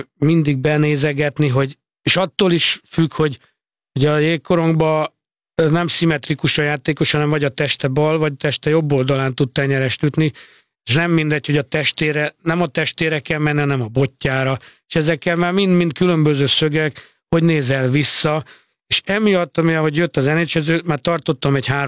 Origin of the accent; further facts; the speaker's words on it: Hungary; nem is biztos, hogy tudják, hogy Magyarországról jöttem, mert ugyanaz a melegítő van rajtam